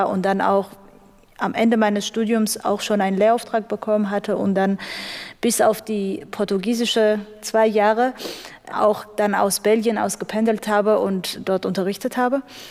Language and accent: German; Armenia; Ich vermisse Armenien als mein Heimatland schon, aber eben für andere Sachen, eben für das Essen